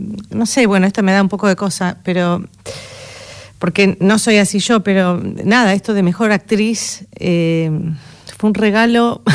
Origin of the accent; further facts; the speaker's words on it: La Plata, Buenos Aires Province, Argentina; yo vengo de la ciudad de La Plata, me siento pequeña igual.